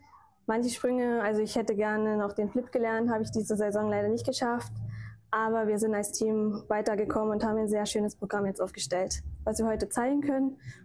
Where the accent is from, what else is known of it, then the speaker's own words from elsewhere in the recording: Jonsdorf, Saxony, Germany; Bei uns in Jonsdorf gab es damals einen Aufruf, da kam eine Ukrainerin aus und hat Eiskunstlauftraining angeboten